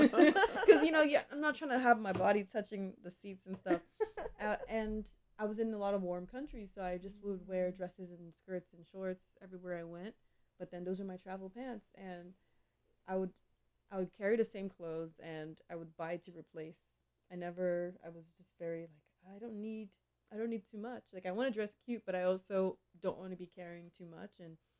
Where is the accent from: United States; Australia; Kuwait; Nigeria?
Nigeria; moved away; I grew up in Nigeria